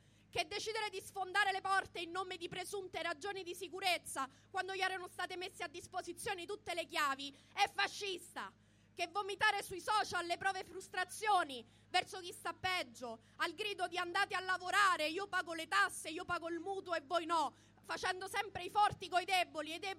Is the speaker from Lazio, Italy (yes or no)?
yes; Rome, Lazio, Italy; Come romani, e non solo, veniamo da decenni di disinvestimento nelle politiche abitative.